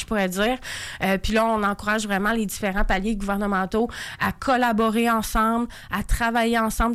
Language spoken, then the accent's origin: French; Quebec, Canada; moi, je viens de la Gaspésie